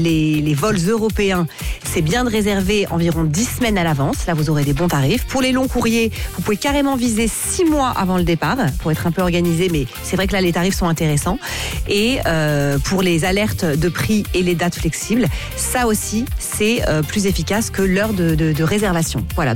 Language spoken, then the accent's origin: French; France; on parle de chez nous en France.